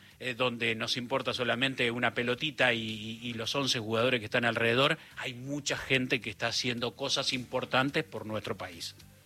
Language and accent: Spanish; Argentina; no solamente como argentino, como lo han mencionado